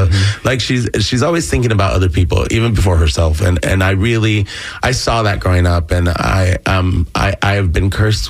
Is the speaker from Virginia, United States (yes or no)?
no; Sahuarita, Arizona, United States; also born or lived in Pomona, California; And I grew up in Arizona, a little small town called Sahuarita, little desert town. When I lived there, it was a town of about maybe a little over 1,000 people. Very, very small, little rural town.